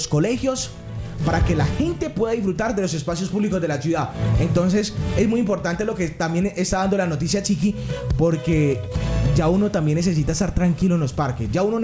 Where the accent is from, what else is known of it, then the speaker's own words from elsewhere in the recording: Cali, Valle del Cauca, Colombia; si nosotros como caleños